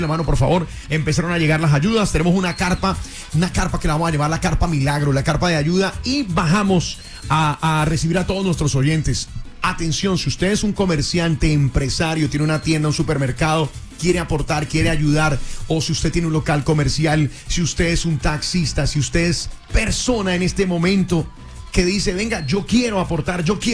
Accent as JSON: {"language": "Spanish", "country": "Colombia", "said": "somos colombianos."}